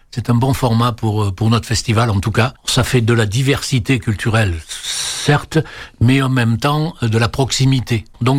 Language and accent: French; Tahiti, French Polynesia; ce que nous trouvons chez nous à Tahiti ou ailleurs.